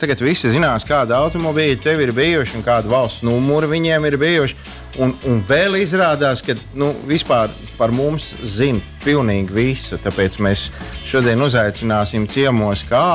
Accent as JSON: {"language": "Latvian", "region": "Riga", "country": "Latvia", "tie": "born or raised there", "said": "Dzimšu un audzis Rīgā, bet mans tēvs ir kurzemnieks, aizputnieks."}